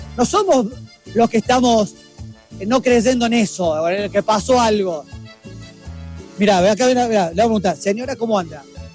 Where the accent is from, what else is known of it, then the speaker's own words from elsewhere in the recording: Argentina; somos tan argentinos